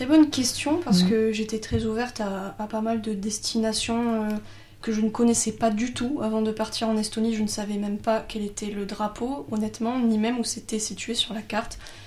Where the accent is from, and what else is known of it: France